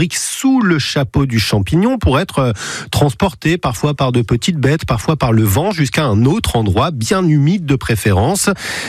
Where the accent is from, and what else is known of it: France